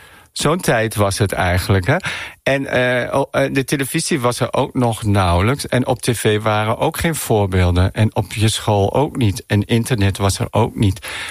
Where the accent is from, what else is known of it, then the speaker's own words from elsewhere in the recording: Friesland, Netherlands; Ik ben opgegroeid op het Friese platteland. Mijn ouders hadden een hele grote boerderij. En wij hadden heel veel ruimte om overal te spelen. En dan, het was een heel klein dorpje in Friesland.